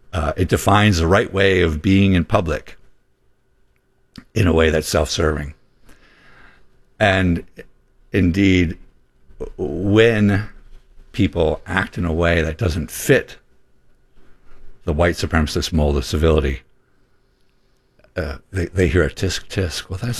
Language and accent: English; Minneapolis, Minnesota, United States; my hometown of Minneapolis, Minnesota.